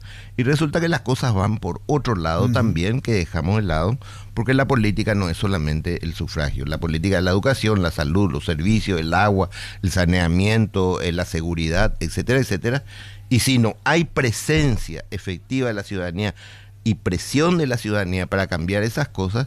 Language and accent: Spanish; Paraguay